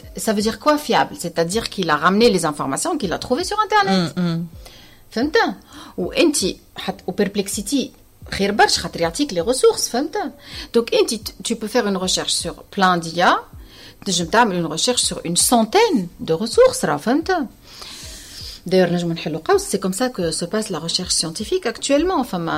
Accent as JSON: {"language": "Arabic", "country": "Tunisia", "said": "احنا اللي عندنا في تونس"}